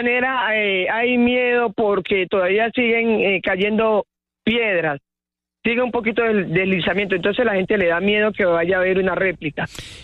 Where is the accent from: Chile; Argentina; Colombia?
Colombia; Buenaventura, Valle del Cauca; soy de Buenaventura, me dirigía para la ciudad de Cali a una cita médica